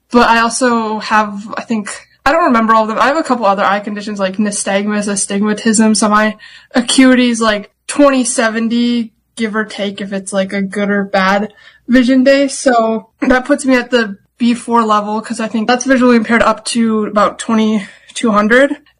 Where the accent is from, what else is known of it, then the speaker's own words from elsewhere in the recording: Minnesota, United States; I grew up in Minnesota.